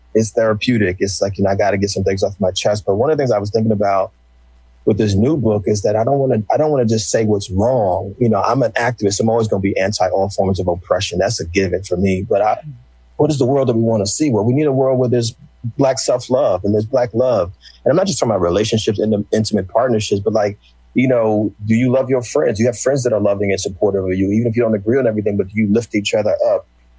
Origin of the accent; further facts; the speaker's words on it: New Jersey, United States; I didn't know that I was from North Jersey.